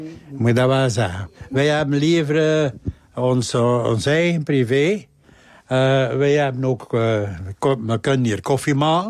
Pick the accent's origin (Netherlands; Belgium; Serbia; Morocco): Belgium; De Haan, West Flanders; Ik kom van Den Haan. Den Haan.